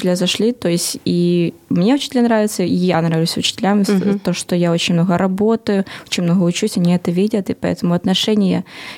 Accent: Ukraine; что вот я украинка, еще и одна в классе.

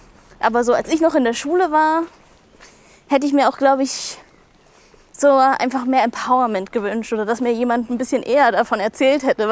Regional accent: Dessau, Saxony-Anhalt, Germany; now in Halle, Germany; ich bin Teil von der Jugendstil-Jury, wohne in Halle, studiere hier auch Kunst und Englisch auf Lehramt und bin ursprünglich aus Dessau.

